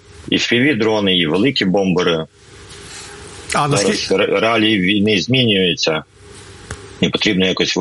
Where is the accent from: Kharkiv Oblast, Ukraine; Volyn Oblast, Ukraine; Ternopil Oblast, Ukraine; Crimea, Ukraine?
Volyn Oblast, Ukraine; now in Lviv, Ukraine; Сам родом з Волинської області, але склалося так життя, що з 13-го року проживав у Львові.